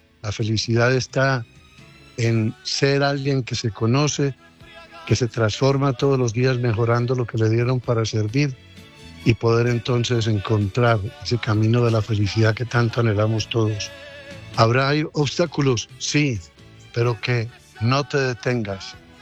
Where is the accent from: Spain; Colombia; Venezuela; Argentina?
Colombia; de que esta selección que somos todos los colombianos para el mundo